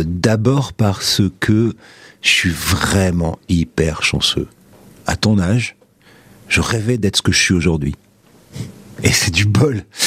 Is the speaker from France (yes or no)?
yes; Bordeaux, Nouvelle-Aquitaine, France; moved away as an adult; Je suis de Bordeaux